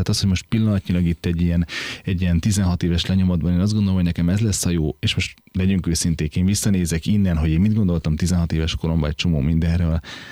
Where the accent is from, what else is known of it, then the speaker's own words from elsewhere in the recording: Borsod-Abaúj-Zemplén, Hungary; de mondom, én Borsodból jöttem.